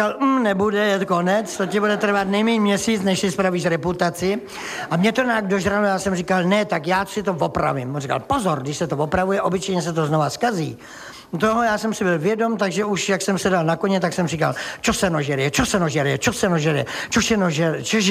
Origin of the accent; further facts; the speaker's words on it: South Bohemian Region, Czechia; No, maximálně se ukloním, řeknu, promiňte, já jsem blbej Jihočech a pojedu domů.